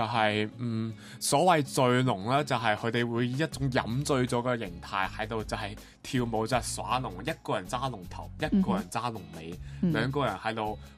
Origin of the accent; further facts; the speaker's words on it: Macau; 啊，各位端午节快乐，